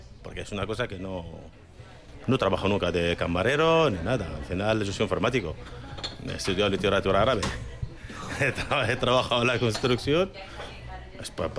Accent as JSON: {"language": "Spanish", "country": "Morocco", "moved": "yes", "lives_now": "Llodio, Spain", "said": "ya soy vasco, pero vasco marroquí."}